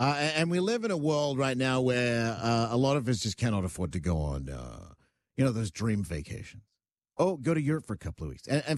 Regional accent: Queensland, Australia; also born or lived in British Columbia; now in Ontario, Canada; I grew up near the Big Pineapple in Queensland

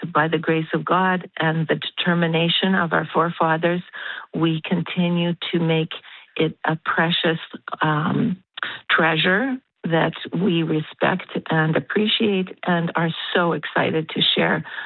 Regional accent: Canada; born there; I'm a Canadian-born Ukrainian

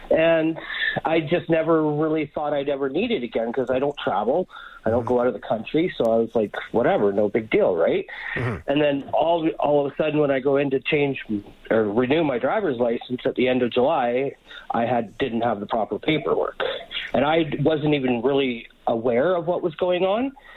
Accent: Canada; born there; also born or lived in Germany; I've been a Canadian citizen since the day I was born, but I was born in Germany in a British military hospital, which is the same as being born in Canada, as far as I'm concerned. And my parents were both Canadian. So we moved back to Canada when I was a year old

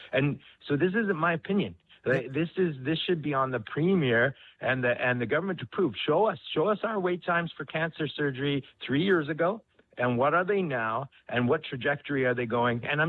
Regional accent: Alberta, Canada; I'm a Canadian. I'm an Albertan.

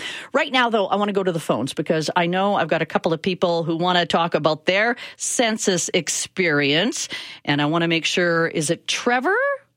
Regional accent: Saskatchewan, Canada; also born or lived in Nanaimo, British Columbia; now in Alberta, Canada; All my life, whether I was in Saskatchewan, growing up, Nanaimo, BC, first job, here in Alberta since 1983, I've always been a Canadian first.

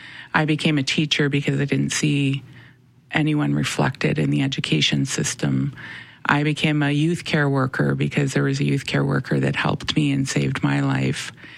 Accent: Winnipeg, Manitoba, Canada; Born and raised in the north end of Winnipeg.

